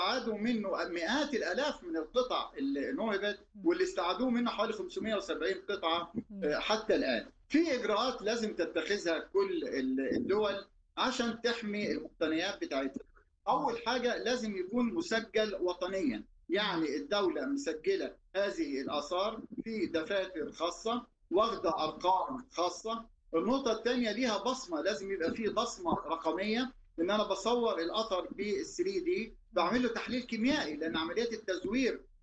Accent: Egypt; أنا كمصري

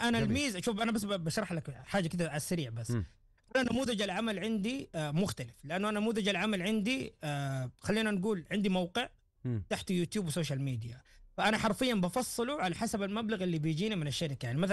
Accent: Saudi Arabia; والان عندنا في السعودية

